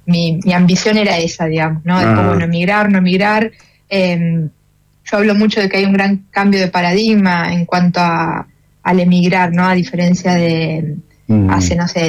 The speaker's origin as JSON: {"language": "Spanish", "country": "Argentina", "moved": "yes", "said": "cuando yo me fui de Argentina, que fue pospandemia ahí en 2021, también me fui diciendo, bueno, me voy y no sé cuándo vuelvo"}